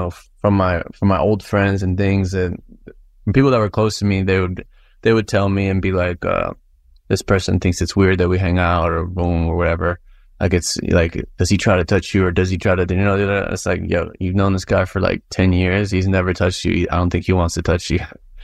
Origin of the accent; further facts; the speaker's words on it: United States; I'm from here. I'm American. I was born in America. But, you know, obviously my parents are from Jalisco and, well, they're from Zapopan and Guadalajara.